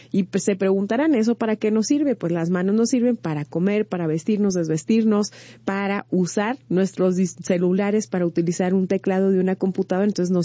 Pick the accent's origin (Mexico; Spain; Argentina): Mexico; debe de llenarnos de orgullo que como mexicanas y mexicanos hemos construido juntos